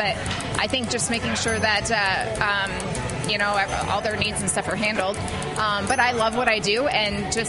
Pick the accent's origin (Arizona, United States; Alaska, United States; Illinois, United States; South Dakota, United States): South Dakota, United States; Rapid City; I'm from Rapid City.